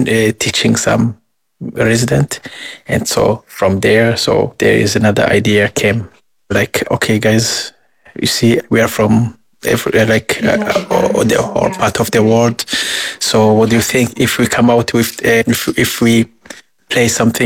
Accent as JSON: {"language": "English", "country": "Burundi", "moved": "as an adult", "lives_now": "Ireland", "said": "I'm from Burundi"}